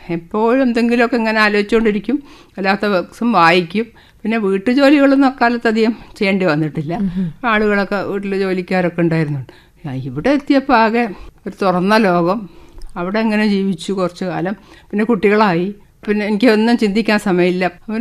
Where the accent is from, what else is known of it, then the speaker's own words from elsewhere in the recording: Kozhikode, Kerala, India; born there; moved away as an adult; now in Thiruvananthapuram, India; എൻ്റെ വീട് പ്രൊവിഡൻസ് കോളേജിൻ്റെ കുറച്ച് അടുത്താണ്.